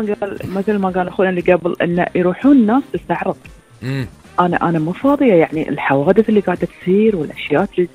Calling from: Qatar

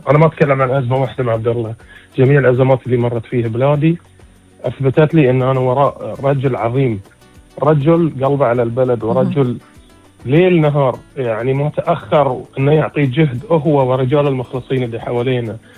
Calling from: Bahrain; ما في أكثر رقي من بلدي البحرين.

